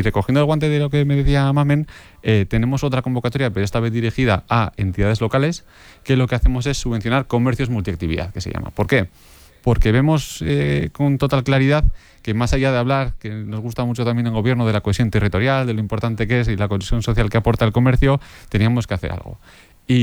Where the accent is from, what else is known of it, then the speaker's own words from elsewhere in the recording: Estella, Navarre, Spain; en Estella, de donde soy yo